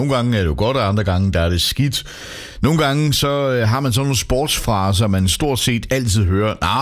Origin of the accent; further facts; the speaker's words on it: Funen, Region of Southern Denmark, Denmark; fordi jeg kommer fra Fyn.